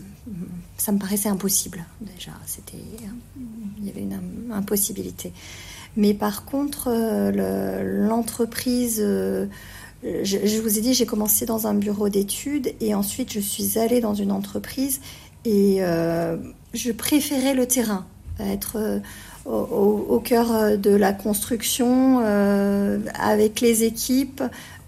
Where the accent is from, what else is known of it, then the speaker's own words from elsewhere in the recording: Bourgogne-Franche-Comté, France; moved away as an adult; je suis originaire de Lyon. C'est pour ça que j'ai commencé mon parcours professionnel sur la région lyonnaise. Mais je suis attachée quand même à mes racines et je suis revenue dans Lyon.